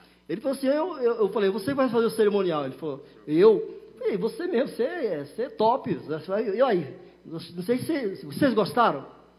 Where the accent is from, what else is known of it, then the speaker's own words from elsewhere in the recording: Northeast Region, Brazil; now in São Paulo, Brazil; as pessoas que são da região lá de onde eu sou, de onde eu vim também, muitos nordestinos que veio da... Você não veio do Nordeste, mas eu vim da roça. Da roça, trabalhava de enxada. E vim para São Paulo